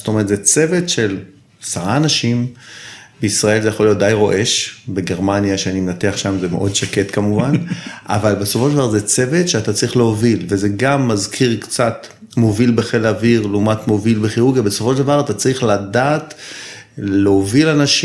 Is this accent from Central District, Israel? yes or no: no; Tel Aviv, Tel Aviv District, Israel; now in Zikhron Ya'akov, Israel; אני תל אביבי במקור, גר היום בזיכון בן 56, נשוי, אבא לשלוש בנות